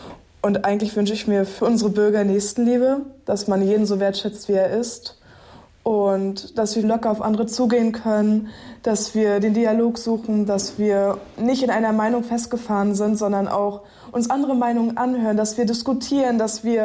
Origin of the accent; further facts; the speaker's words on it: Demmin, Mecklenburg-Vorpommern, Germany; ich fühle mich nicht mehr als Ostdeutsch oder als irgendwie Westdeutsch. Ich fühle mich einfach, ja … ich komme aus Demmin.